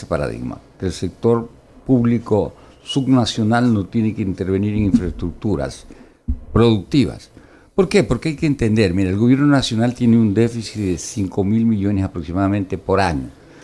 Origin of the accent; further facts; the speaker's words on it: Quito, Pichincha, Ecuador; yo soy de Calderón.